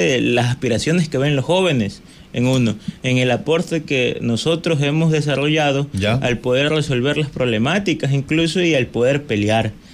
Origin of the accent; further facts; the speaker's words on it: Guayaquil, Guayas, Ecuador; Yo soy de Guayaquil.